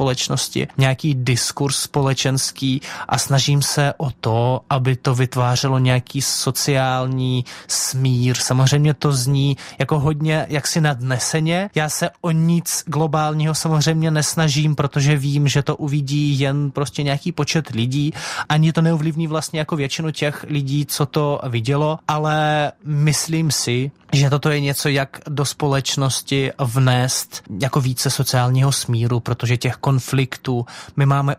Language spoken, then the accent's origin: Czech; Russia; Czech is a second language; now in Czech Republic; že já Čech nejsem, že já mám nějaké pozadí, které je odlišné a tam zároveň otevřeně píšu, že vlastně pocházím z Ruska.